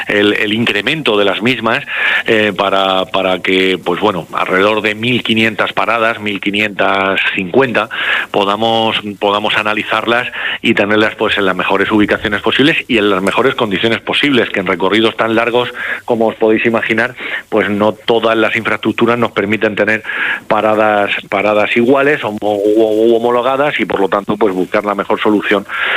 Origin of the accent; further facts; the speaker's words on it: Alquerías, Region of Murcia, Spain; somos de Alquerías